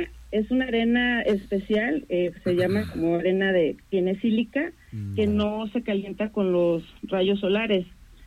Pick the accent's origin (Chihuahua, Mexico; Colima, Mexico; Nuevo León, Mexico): Colima, Mexico; las dos entrenadoras, tanto la entrenadora como la auxiliar, somos también mujeres de Colima.